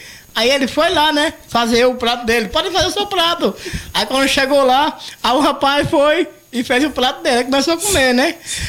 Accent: Penedo, Alagoas, Brazil; accent: Northeastern; moved away; also born or lived in São Paulo; Sou penedense.

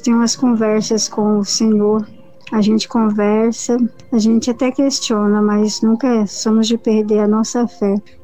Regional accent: São Paulo, Brazil; aqui, sou aqui de São Paulo.

